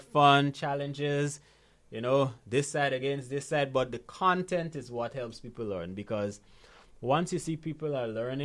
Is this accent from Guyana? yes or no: yes; Guyana; born there; moved away; also born or lived in Grenada; I remember when I just moved back to Guyana in 2016, right? I was born in Guyana, by the way.